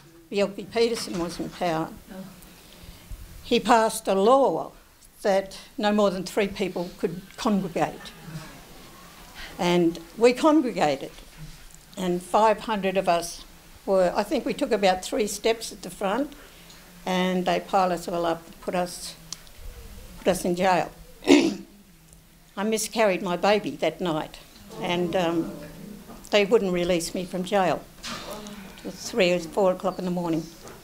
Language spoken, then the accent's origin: English; New South Wales, Australia; I'm not an Australian. I'm not an Australian. I've been Bigamore Gomeroi for 100,000 years